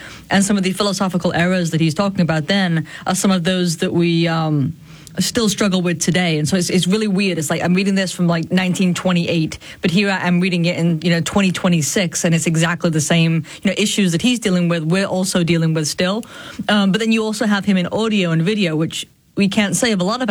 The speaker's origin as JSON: {"language": "English", "town": "Sheffield", "region": "Yorkshire and the Humber", "country": "United Kingdom", "tie": "born or raised there", "lives_now": "North Carolina, United States", "said": "Yeah, Steel City. So, not the prettiest of places, but yes."}